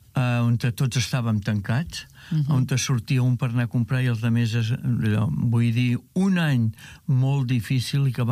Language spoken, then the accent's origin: Catalan; Arenys de Mar, Catalonia, Spain; born there; vaig néixer a Arenys.